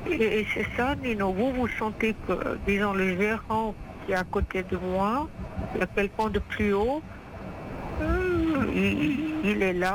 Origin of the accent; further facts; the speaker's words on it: France; je suis quelqu'un de France